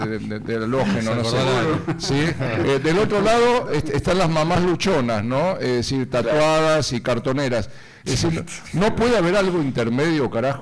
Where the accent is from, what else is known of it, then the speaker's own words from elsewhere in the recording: Argentina; no somos así los argentinos